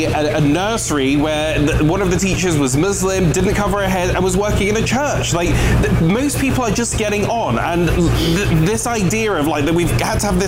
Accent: United Kingdom; One of the good things about being British is that we can all live side by side and allow people to practice their religions

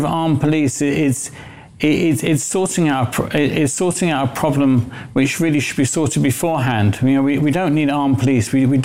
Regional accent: United Kingdom; We're proud to be British. We As British Jews, we are all descendants from immigrants. Myself, my family came at the turn of the previous century.

